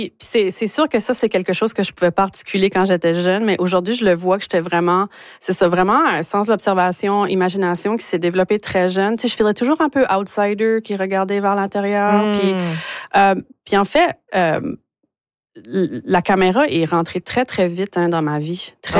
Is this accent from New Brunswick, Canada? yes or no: yes; Caraquet, New Brunswick, Canada; also born or lived in Moncton; je suis née à Moncton. Et de l'âge de 5 à 16 ans, j'étais à Caraquet.